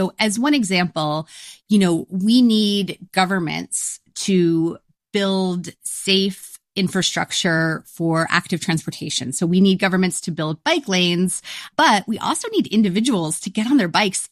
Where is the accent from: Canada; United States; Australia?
Canada; as a Canadian, I am legally obligated to encourage people to seek out Quebec maple syrup